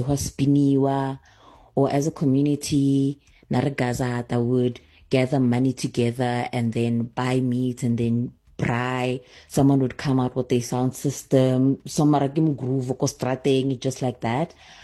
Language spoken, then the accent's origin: English; Pretoria, Gauteng, South Africa; growing up in Mamelodi